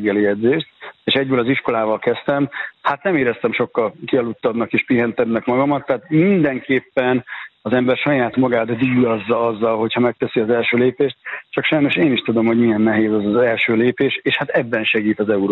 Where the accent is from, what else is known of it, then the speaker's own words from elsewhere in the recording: Szeged, Csongrád-Csanád, Hungary; born there; jövő héten is jövök vissza Szegedre. Igaz, hogy ez szülővárosom, tehát egy kicsit magamnak kedvezve szervezem a programokat.